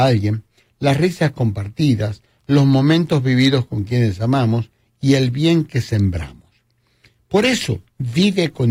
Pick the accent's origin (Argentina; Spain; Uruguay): Argentina; Por supuesto, como argentino, me encantaría que sea Argentina